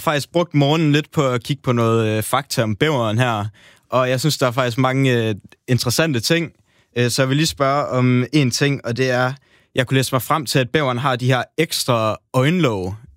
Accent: Aarhus, Central Denmark Region, Denmark; jeg kommer hele vejen fra Aarhus på NKOK skole. Jeg går i 9. klasse, og

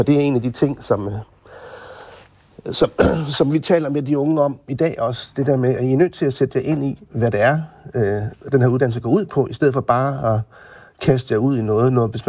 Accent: Jutland, Denmark

